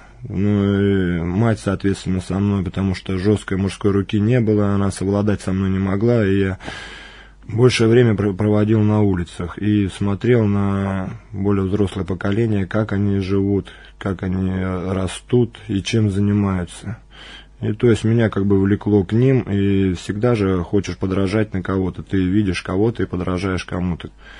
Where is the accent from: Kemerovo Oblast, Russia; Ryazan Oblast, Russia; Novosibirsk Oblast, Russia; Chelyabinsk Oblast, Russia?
Kemerovo Oblast, Russia; Guryevsk; moved away as an adult; now in Moscow, Russia; 26 лет мне. Родился я в городе Гурьев, Кемеровская область, Кузбасс. И там жил до 25 лет. Сейчас уже год нахожусь в Москве, в христианском центре, вот Ковчег.